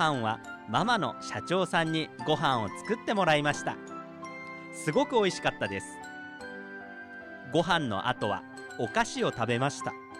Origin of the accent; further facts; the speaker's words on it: Nobeoka, Miyazaki, Japan; moved away as an adult; 5年7年ぐらい前ですかねには県外にいて、でそこから、まあ、延岡市に生まれ育った延岡市に戻ってきて